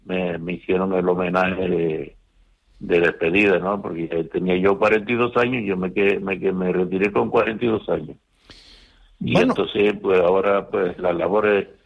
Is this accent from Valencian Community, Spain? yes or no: no; Tazacorte, Canary Islands, Spain; moved away as an adult; now in Tenerife, Spain; Yo estuve allí en Tazacorte luchando en el equipo de mi pueblo. Tazacorte desde muy pequeño